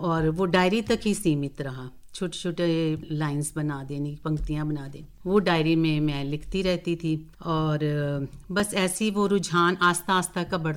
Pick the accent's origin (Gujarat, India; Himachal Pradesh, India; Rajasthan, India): Himachal Pradesh, India; Dharamshala; also born or lived in Palampur; मैं धर्मशाला की निवासी हूँ।